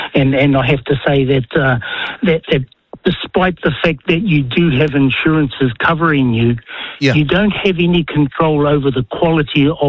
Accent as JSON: {"language": "English", "region": "Bay of Plenty", "country": "New Zealand", "said": "Oh, kia ora. … I live in Maki too. Mangati Whakaue is my iwi."}